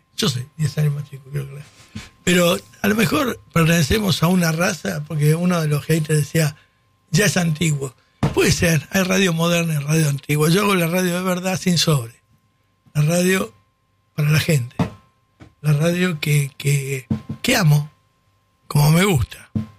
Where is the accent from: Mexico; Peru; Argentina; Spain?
Spain; Basque Country; Pero uno nace así. Yo soy vasco. Vasco. Los vascos somos muy jodidos.